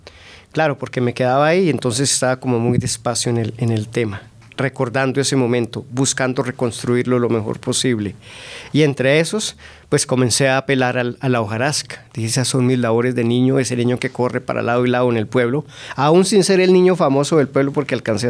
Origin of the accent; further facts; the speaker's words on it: Siachoque, Boyacá, Colombia; Sí, soy de Siachoque. Mi mamá es de Siachoque, mi abuelo y los antepasados de mi abuelo, quién sabe hasta qué